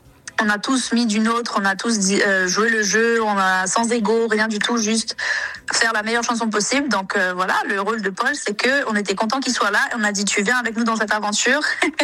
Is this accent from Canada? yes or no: no; Haiti; born there; also born or lived in Paris, France; Et puis finalement à 2 ans je suis retournée vivre en Haïti